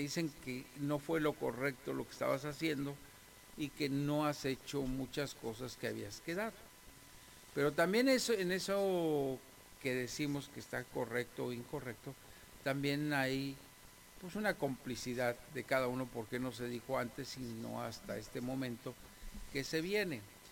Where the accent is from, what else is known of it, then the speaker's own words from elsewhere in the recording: Mexico; cómo nos unimos como mexicanos